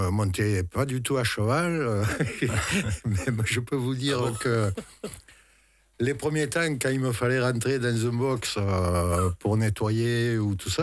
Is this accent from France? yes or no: yes; Saint-Gilles, Occitanie, France; je suis originaire de Saint-Gilles.